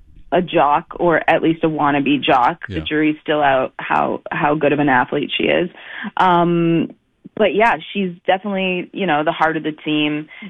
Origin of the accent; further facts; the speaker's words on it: Winnipeg, Manitoba, Canada; growing up in Winnipeg, went to an all-girls school.